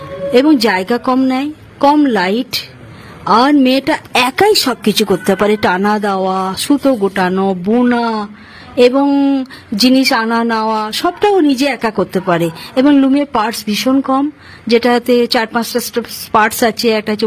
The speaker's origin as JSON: {"language": "Bangla", "town": "Bhatar", "region": "West Bengal", "country": "India", "said": "আমি বর্ধমান জেলার ভাতার থানার ওর গ্রামে বাসিন্দা।"}